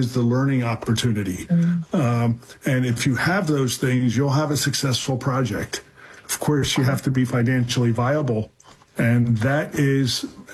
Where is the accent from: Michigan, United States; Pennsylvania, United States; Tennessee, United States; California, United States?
Pennsylvania, United States; Philadelphia; I'm from Philadelphia. Right, born and raised in Philadelphia, and I have three sisters, and I have two older and one younger.